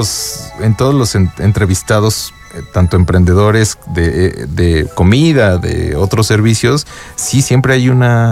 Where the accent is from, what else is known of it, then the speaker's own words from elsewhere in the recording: Mexico; soy mexicana.